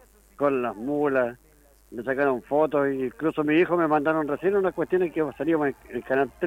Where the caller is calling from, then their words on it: San Carlos, Ñuble, Chile; No, nosotros somos de San Carlos, así que mostramos nuestra comuna para todos lados.